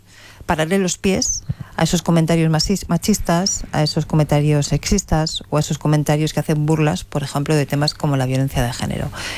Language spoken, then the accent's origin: Spanish; Zaragoza, Aragon, Spain; now in Madrid, Spain; aunque yo ahora vivo en Madrid, soy de Zaragoza, por lo tanto estoy prácticamente en casa.